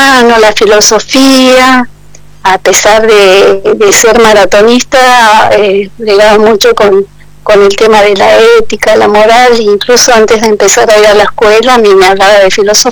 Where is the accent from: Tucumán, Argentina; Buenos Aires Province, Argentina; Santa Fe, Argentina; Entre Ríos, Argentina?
Buenos Aires Province, Argentina; Bahía Blanca; born there; nació mi hermano mayor en el hospital de Jerich, después mi otro hermano nació en Neuquén Capital, yo nací en Bahía Blanca y mi hermana menor en Neuquén Capital.